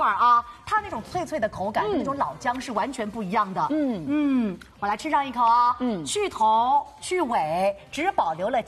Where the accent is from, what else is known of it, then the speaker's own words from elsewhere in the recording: Shanghai, China; 我们上海人